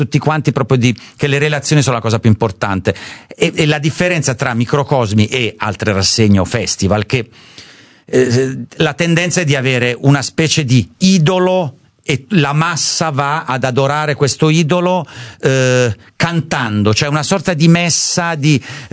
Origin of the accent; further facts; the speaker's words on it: Southern Italy, Italy; Diciamo che sono un terrone, sono uno di quei vecchi dei ancora sopravvissuti